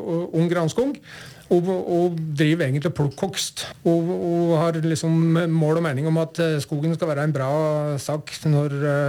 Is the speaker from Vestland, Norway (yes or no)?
no; Uvdal, Buskerud, Norway; Utover det så jeg hjemme i Uvdal.